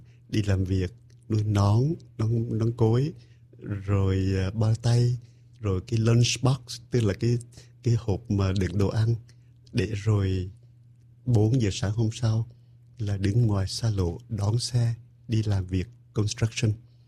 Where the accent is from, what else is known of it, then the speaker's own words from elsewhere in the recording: Da Nang, Vietnam; moved away as an adult; Mình lớn lên quê hương, mình sinh ở Đà Nẵng và không biết hát tiếng Quảng giống như là … đâu, nhưng mà quê hương của mình mãi ở trong con tim của mình, cho dù mình xa từ năm 1975.